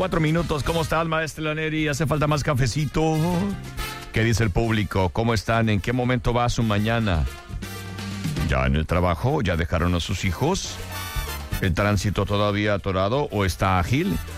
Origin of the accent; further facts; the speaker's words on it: Mexico; que soy mexicano